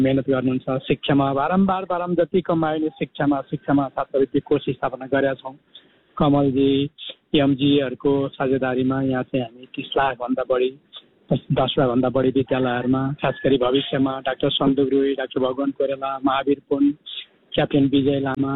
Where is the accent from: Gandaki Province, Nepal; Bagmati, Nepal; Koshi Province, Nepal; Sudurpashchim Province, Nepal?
Koshi Province, Nepal; Urlabari; born there; सीमा क्षेत्र, इन्डियाको सीमा क्षेत्र, त्यसैले एकदम सुन्दर छ, राम्रो छ। अब उर्लाबारीतिर, यमजीकोतिर, मेरो गाउँतिर